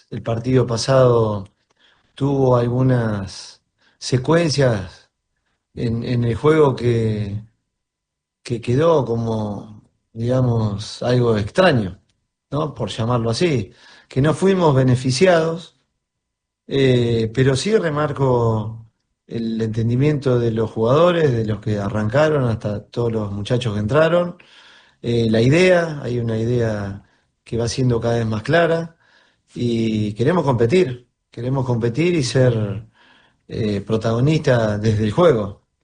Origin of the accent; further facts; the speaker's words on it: Argentina; las buscarán porque soy argentino.